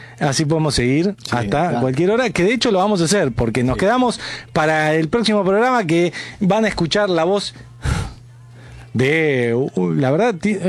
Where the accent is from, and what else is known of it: Argentina